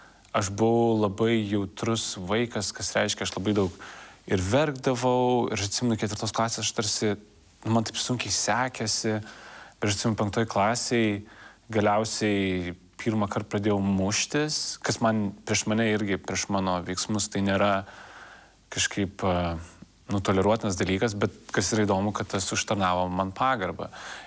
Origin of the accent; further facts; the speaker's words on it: Vilnius, Vilnius County, Lithuania; born there; also born or lived in United States; aš gimiau Lietuvoje, kad aš gimiau Pašilaičių rajone.